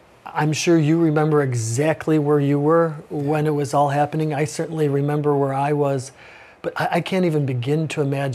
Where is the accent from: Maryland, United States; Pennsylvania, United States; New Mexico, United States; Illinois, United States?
Illinois, United States; Chicago; I'm from Chicago, yeah. So I had family and friends who attended that particular baseball game